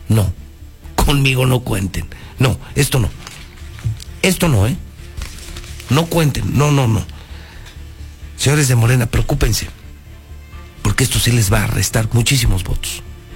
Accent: Aguascalientes, Mexico; así no somos los hidrocálidos, así no somos los mexicanos.

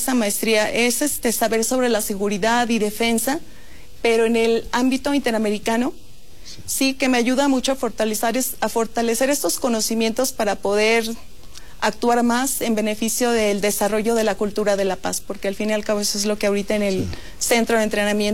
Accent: Irapuato, Guanajuato, Mexico; soy de Irapuato, Guanajuato, no muy lejos, pero este, mis padres son este, de una condición humilde

